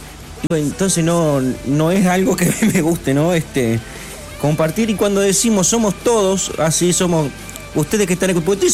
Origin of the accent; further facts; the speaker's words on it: Diamante, Entre Ríos, Argentina; now in Strobel, Argentina; yo soy, obviamente, soy diamantino, vivo en Strober, soy diamantino.